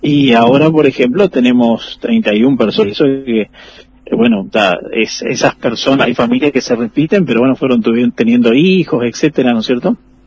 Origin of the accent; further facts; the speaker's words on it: Paso de los Libres, Corrientes, Argentina; todos los que somos de acá de Pozo de los Libres sabemos que una o dos veces al año tenemos estas crecidas